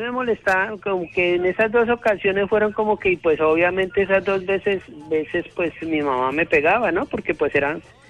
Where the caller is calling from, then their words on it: Melgar, Tolima, Colombia; Desde el barrio caliente de Bogotá, Melgar.